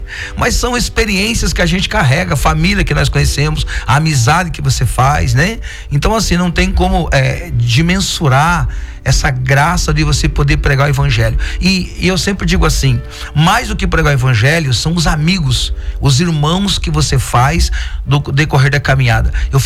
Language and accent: Portuguese; Londrina, Paraná, Brazil; Às vezes eu fico vendo meus irmãos lá da minha cidade, Londrina, da minha comunidade